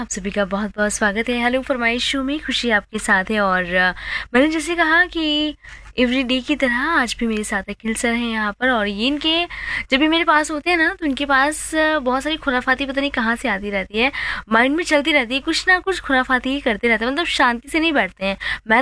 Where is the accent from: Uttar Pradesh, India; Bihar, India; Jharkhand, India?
Uttar Pradesh, India; Moradabad; मैंने कहा मैं मुरादाबाद से हूँ